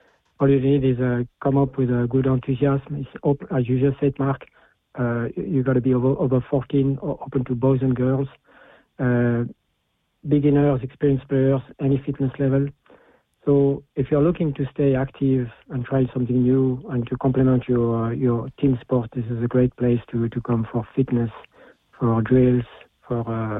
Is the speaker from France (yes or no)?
yes; Paris, Île-de-France, France; moved away as an adult; also born or lived in Switzerland / Brussels; now in Carrigart, Ireland